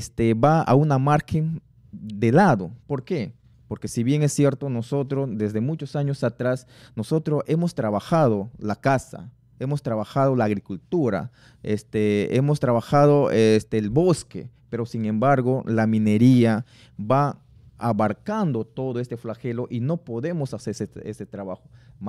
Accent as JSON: {"language": "Spanish", "country": "Peru", "said": "Nosotros también somos peruanos, no somos extranjeros."}